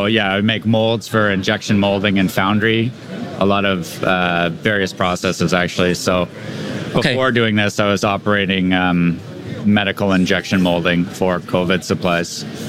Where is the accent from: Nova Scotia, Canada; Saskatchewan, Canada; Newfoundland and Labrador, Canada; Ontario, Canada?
Ontario, Canada; Sorry, no, I'm from just outside of Toronto.